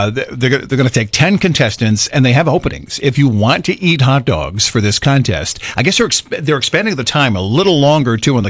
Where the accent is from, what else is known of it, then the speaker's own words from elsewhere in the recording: Coventry, Rhode Island, United States; I was in my hometown, Coventry, Rhode Island.